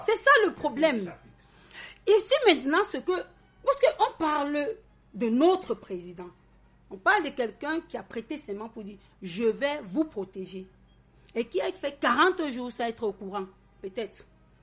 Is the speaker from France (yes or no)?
no; Cameroon; en tant que Camerounaise.